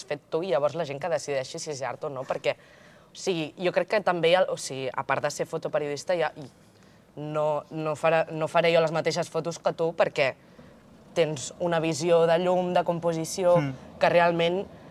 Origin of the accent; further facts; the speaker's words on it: Argentona, Catalonia, Spain; som de la Ginestera, som de la Ginestera.